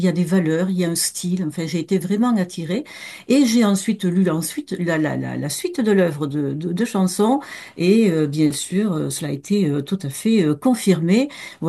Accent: Montpellier, Occitanie, France; Je suis de Liroux, je suis montpelliéraine.

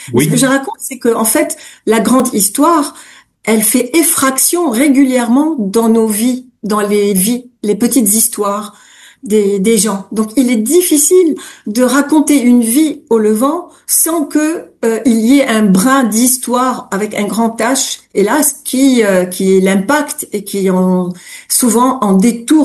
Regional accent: Lebanon; c'était carrément notre première langue, en même temps que l'arabe. Hein, on dit que les Libanais parlent le franc-banais, un mélange de français et de libanais. Ça se brassait naturellement à la maison.

